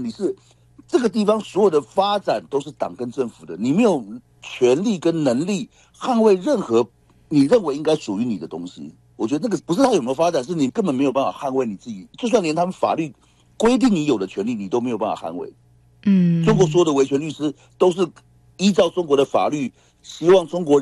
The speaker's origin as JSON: {"language": "Chinese", "country": "Taiwan"}